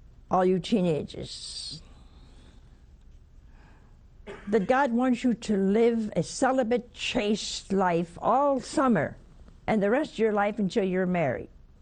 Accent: United States; Everybody going to think I'm Irish, and I'm not. I'm Italian. But I prayed for any other country. They think I was from that country. No, I'm not. I'm an American.

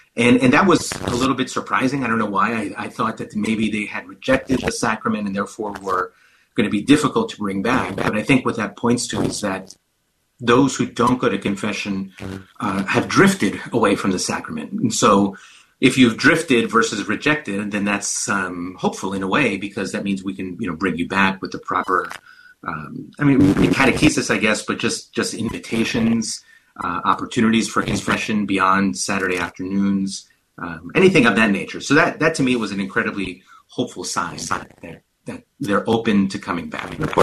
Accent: Maryland, United States; I'm well from Northern Maryland here.

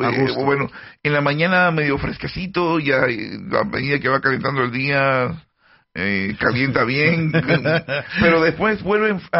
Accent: Panama; no es que hoy yo descubrí que soy panameño, no, yo antes de los 15 años yo sabía que era panameño

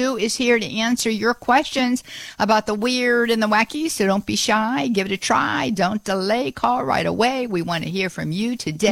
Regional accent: Pennsylvania, United States; I born and raised in that general area. I wasn't born and raised in Braddock, but went to school there.

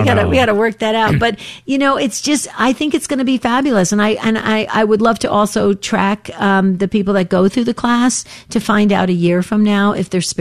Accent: New Jersey, United States; now in Arizona, United States; I grew up in New Jersey

